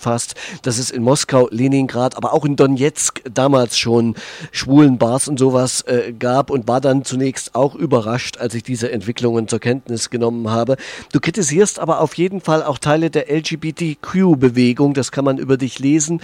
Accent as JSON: {"language": "German", "region": "East Germany", "country": "Germany", "said": "als Ostdeutscher"}